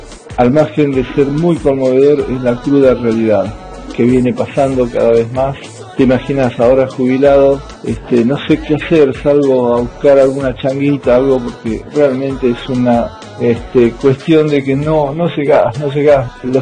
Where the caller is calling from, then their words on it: Moreno, Buenos Aires Province, Argentina; de Moreno, me jubilé el año pasado docente